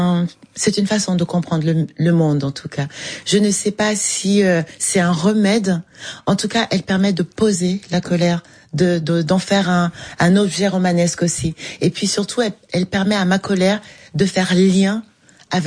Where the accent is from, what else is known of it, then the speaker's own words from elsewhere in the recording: Cameroon; Je suis née, j'ai grandi au Cameroun, j'ai fait toutes mes études là.